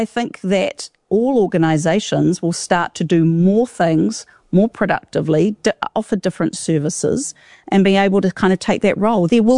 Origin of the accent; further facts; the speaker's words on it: New Zealand; born there; the human connection that we grew up with in New Zealand many years ago